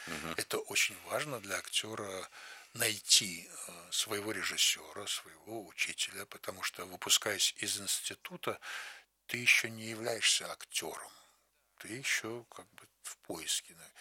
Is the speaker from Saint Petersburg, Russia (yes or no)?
yes; Saint Petersburg, Russia; moved away as an adult; now in Moscow, Russia; я не собирался учиться в Москве, как коренной ленинградец.